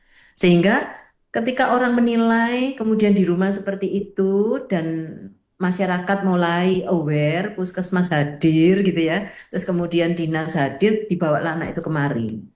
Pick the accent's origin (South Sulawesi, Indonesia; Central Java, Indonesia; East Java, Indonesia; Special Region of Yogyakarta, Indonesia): East Java, Indonesia; Surabaya; kita orang Surabaya